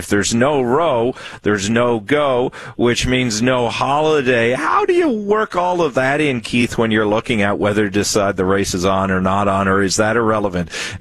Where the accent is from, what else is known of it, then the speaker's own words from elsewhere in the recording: St. John's, Newfoundland and Labrador, Canada; Well, in my hometown of St. John's, Newfoundland and Labrador, it is a big day